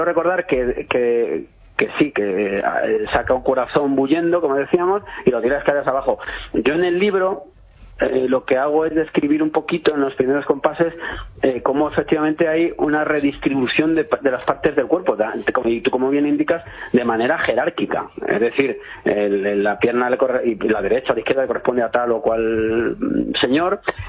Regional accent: Cuenca, Castilla-La Mancha, Spain; En mi pueblo, en Cuenca estoy.

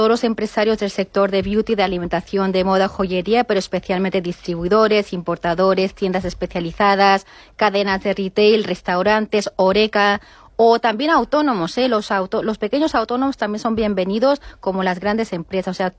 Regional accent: South Korea; now in Spain; Los coreanos son muy amantes de la cultura española. De hecho, somos el primer país que más hace en el Camino de Santiago de toda Asia.

